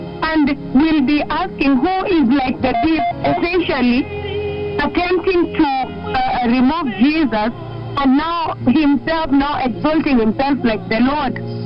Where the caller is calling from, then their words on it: Nakuru, Nakuru County, Kenya; And I'm calling you from Salem also over here in Nakuru Town East region.